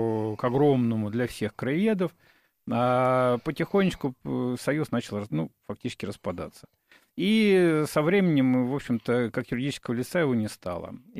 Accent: Moscow, Russia; для меня, как коренного москвича, когда люди начинают говорить, я коренной

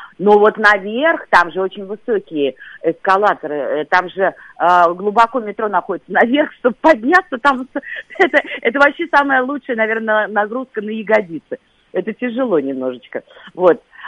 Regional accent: Saint Petersburg, Russia; moved away as an adult; now in Moscow, Russia; Вот у нас там ромовые бабы, я помню, я когда переехала в Москву, я совсем молоденькая была, мне там было 28 лет.

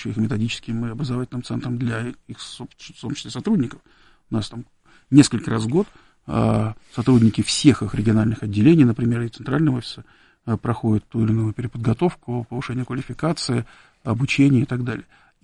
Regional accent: Abramtsevo, Moscow Oblast, Russia; у нас на даче, где мы выросли, была в Абрамцево, и мы довольно часто ездили тогдашний Загорск.

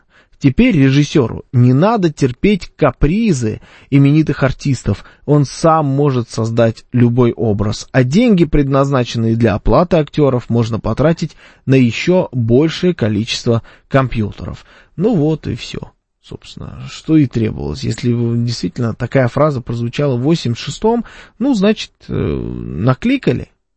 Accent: Moscow, Russia; accent: Moscow; У нас в России каждый пятый, наверное, двуязычный. А в Белгороде мне вообще заявили, что у меня московский акцент.

